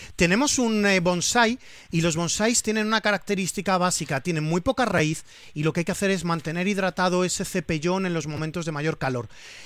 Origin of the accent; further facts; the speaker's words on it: Valencian Community, Spain; yo a ti te voy a recomendar como buen valenciano el kumquat.